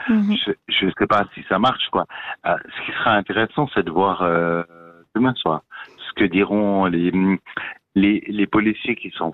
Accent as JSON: {"language": "French", "country": "Switzerland", "said": "Parce que moi, je ne suis pas de Genève, je suis de la Broye."}